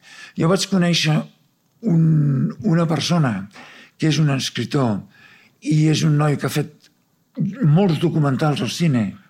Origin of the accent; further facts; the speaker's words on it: Barcelona, Catalonia, Spain; moved away as an adult; now in Netherlands; jo sóc molt català i sóc molt de Barcelona i m'adono que, esclar, el fet que estic a Holanda